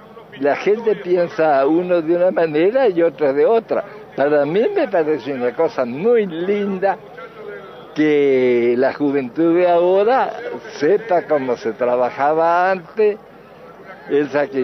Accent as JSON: {"language": "Spanish", "country": "Argentina", "tie": "born there", "said": "Bueno, nací en el campo de Solari, porque en ese tiempo mi papá le rentaba campo a la firma Solari, que el que estaba acá en Valle Grande"}